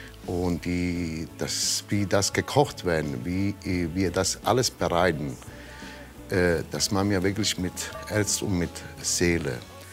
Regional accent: Calabria, Italy; German is a second language; moved away as an adult; now in Germany; komme ich aus Kalabrien, Italien. Ich bin seit 1995 in Deutschland

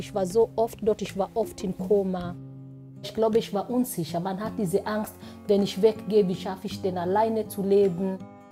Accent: Kenya; Wir haben verschiedene Länder. Ich komme aus Kenia.

